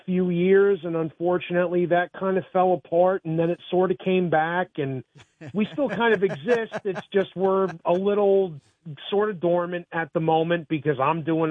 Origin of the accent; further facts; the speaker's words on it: Ossining, New York, United States; So I grew up in Ossining, New York, and I'm an MTV baby.